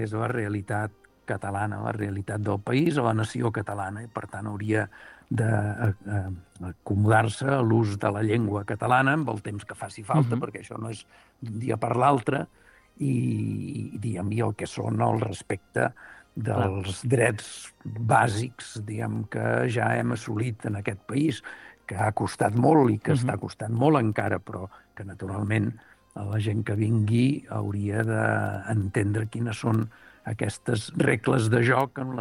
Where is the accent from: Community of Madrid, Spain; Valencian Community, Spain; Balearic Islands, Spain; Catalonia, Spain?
Catalonia, Spain; nosaltres, com a catalans